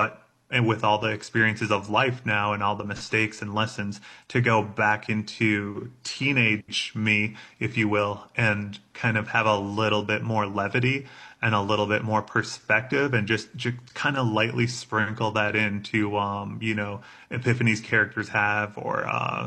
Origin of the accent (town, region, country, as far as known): Red Lake Indian Reservation, Minnesota, United States; now in Denver, United States